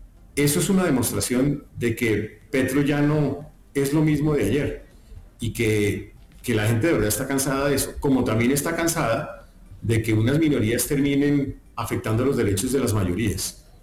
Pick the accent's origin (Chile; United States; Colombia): Colombia; los colombianos estamos cansados